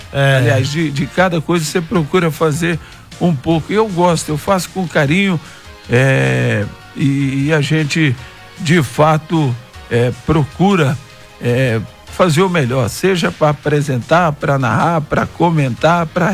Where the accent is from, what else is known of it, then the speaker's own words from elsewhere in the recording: Morrinhos, Goiás, Brazil; moved away; vontade de ir lá na minha terra natal, que é a cidade de Morrinhos.